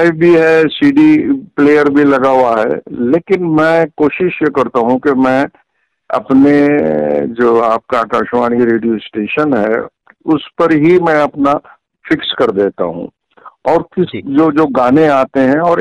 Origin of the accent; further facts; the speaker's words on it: Rampur, Uttar Pradesh, India; और मैं यहाँ पुरानागंज कीरबाज खां रामपुर का ही निवासी हूँ, और मैंने अपनी एजुकेशन भी यहीं से की